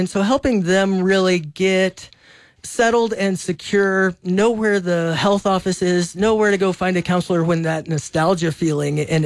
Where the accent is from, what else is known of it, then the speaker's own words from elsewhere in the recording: Lubbock, Texas, United States; moved away as an adult; now in New Mexico, United States; I grew up in Lubbock